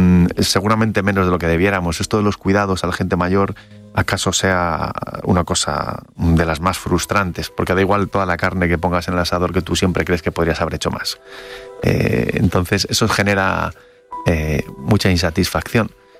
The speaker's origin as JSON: {"language": "Spanish", "town": "Madrid", "region": "Community of Madrid", "country": "Spain", "said": "Sí, el barrio. Yo soy de barrio. Yo soy de Carabanchel"}